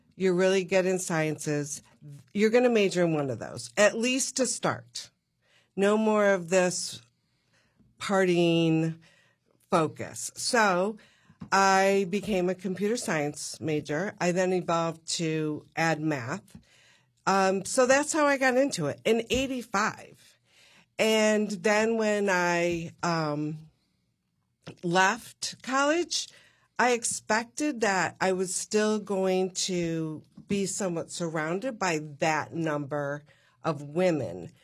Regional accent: Endicott, New York, United States; I grew up in the birthplace of IBM.

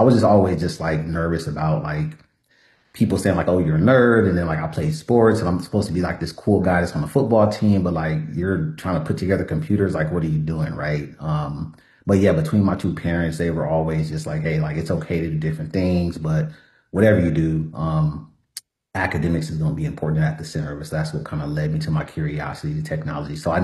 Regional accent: Los Angeles, California, United States; But going back, I grew up in South Central L.A., first college generational graduate.

